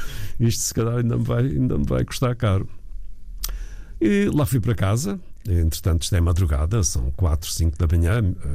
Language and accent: Portuguese; Vila do Conde, Norte, Portugal; nós, como eu disse, somos de Vila de Conde.